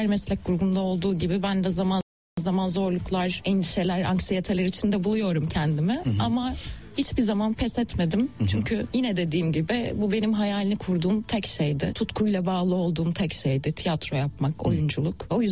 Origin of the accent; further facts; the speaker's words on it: Burhaniye, Balıkesir, Turkey; Ben Burhaniye'de doğdum. Balıkesir Burhaniye doğumluyum. Belki gidenlerin bilenleriniz vardır. Küçük bir sahil kasabası Burhaniye. Çok keyifli bir çocukluk geçirdim orada